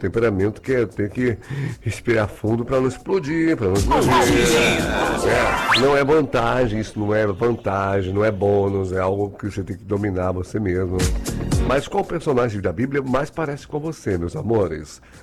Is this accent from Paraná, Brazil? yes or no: no; Salvador, Bahia, Brazil; Eu sou aqui também de Salvador, cara.